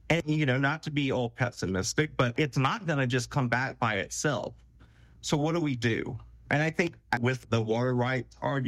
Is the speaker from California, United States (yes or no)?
no; Charleston, South Carolina, United States; born or raised there; now in Arizona, United States